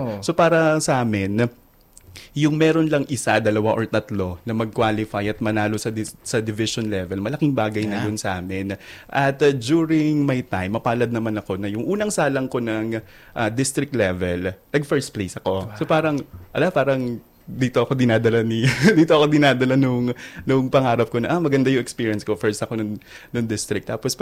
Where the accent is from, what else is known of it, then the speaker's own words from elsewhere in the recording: San Jose del Monte, Central Luzon, Philippines; ako ay from San Jose del Monte, Bulacan.